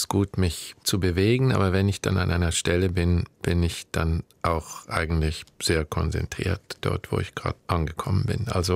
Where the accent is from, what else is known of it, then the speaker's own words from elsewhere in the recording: Zurich, Switzerland; moved away as an adult; also born or lived in Los Angeles, California; was man typischerweise als Schweizer Kind oder als Zürcher Kind in meinem Quartier gesehen hat.